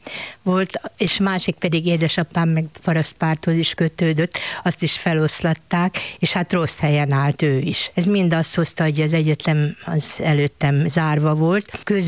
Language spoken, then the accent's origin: Hungarian; Budapest, Hungary; 75 éve ugye itt lakom, hát együtt nőttem föl a vérmező fáival, és itt van az iskola is, hogy jó előtte elmenni. Hát ide jártam.